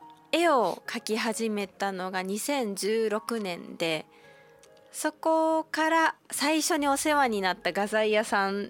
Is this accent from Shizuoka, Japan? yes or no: yes; Makinohara, Shizuoka, Japan; 先日私の地元の静岡県牧之原市が台風の被害があって、